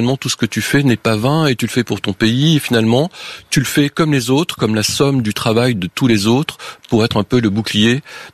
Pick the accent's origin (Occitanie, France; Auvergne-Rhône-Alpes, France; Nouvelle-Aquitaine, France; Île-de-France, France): Auvergne-Rhône-Alpes, France; Les Arcs; Alors, je voulais travailler dans ma montagne. J'ai grandi aux Arcs, en Haute-Tarentaise, dans une station de sport d'hiver.